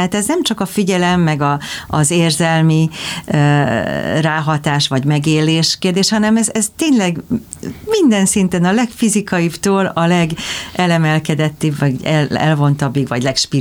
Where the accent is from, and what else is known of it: Hungary